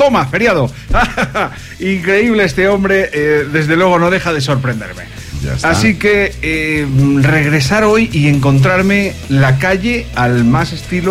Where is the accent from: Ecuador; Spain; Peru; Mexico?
Ecuador; Es que, como buen ecuatoriano, vamos a la supletoria.